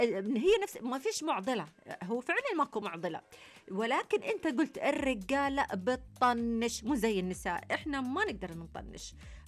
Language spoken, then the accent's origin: Arabic; Egypt; moved away; يعني انا مصري متغرب والحمد لله